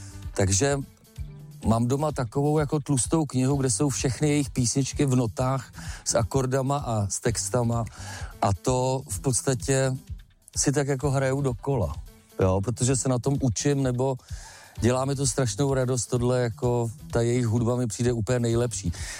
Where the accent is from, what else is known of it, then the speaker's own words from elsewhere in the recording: Jičín, Hradec Králové Region, Czechia; Teďka jsme na Blatech u Jičína a já jsem se narodil tady v Jičíně, to je 12 kilometrů. Tam jsem chodil na základní školu